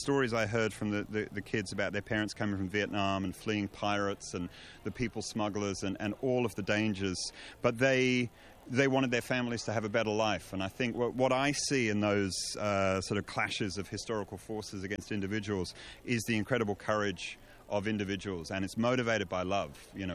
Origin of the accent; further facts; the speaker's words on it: London, United Kingdom; Well, that's I'm from London, and I made it. You know, I'm speaking about politics and history. When I was 6 or 7, growing up in the 80s in Britain, I was scared of nuclear war.